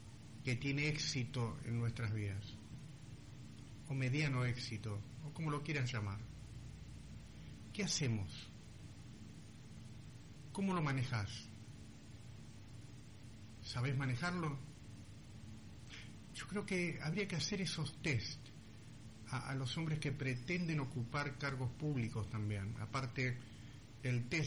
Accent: Argentina; Soy patriota. Amo a mi país.

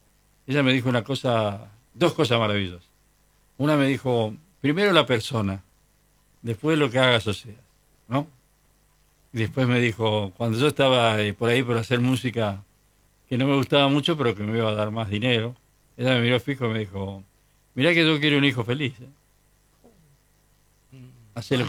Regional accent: Monte Grande, Buenos Aires Province, Argentina; also born or lived in Villa Diamante, Lanús; Yo nací en Monte Grande, vivimos en Villa Diamante y había mucha pobreza y a veces se comía del suelo porque no había para comer, ¿no? Y la inundación, el agua nos dio por el pecho, tuvimos que volver a Monte Grande.

